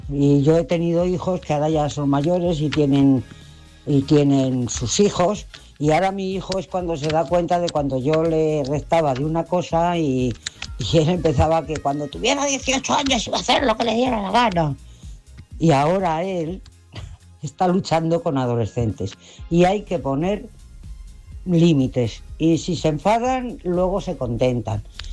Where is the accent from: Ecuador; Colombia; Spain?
Spain; Navalagamella, Community of Madrid